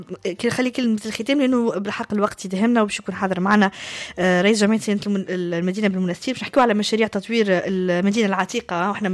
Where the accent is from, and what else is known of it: Tunisia